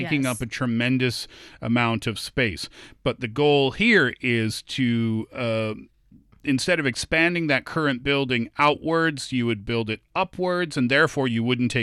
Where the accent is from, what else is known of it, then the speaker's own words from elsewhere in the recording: Canada; I'm Canadian.